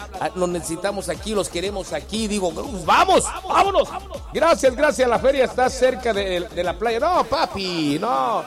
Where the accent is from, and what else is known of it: Acapulco, Guerrero, Mexico; now in Raleigh, United States